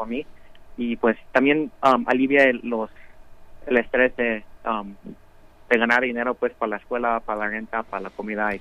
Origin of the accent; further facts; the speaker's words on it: Madera, California, United States; yo soy de Madera y vengo de una familia inmigrante y trabajadores del campo, entonces soy uno de los primeros de mi familia que va a la universidad.